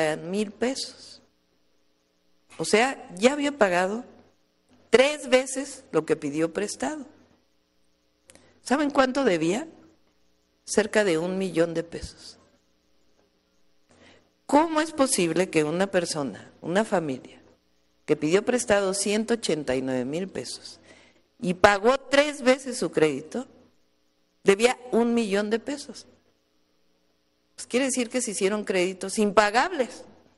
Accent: Mexico; Así somos las mexicanas y los mexicanos.

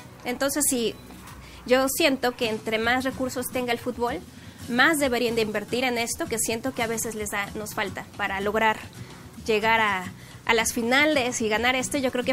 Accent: Mexico; Claro, les vaya bien o les vaya mal, pues soy mexicana y los mexicanos se respetan.

